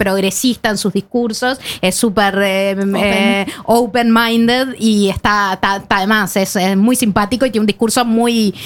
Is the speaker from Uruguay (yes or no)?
yes; Uruguay